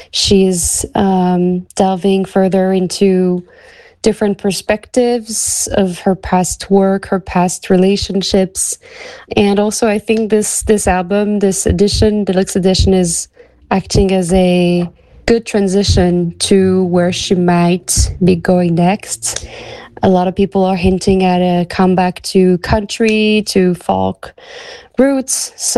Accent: France; from France

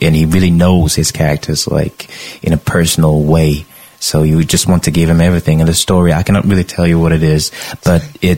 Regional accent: Brittany, France; everybody discovered that I was really from Bretagne, so they were laughing.

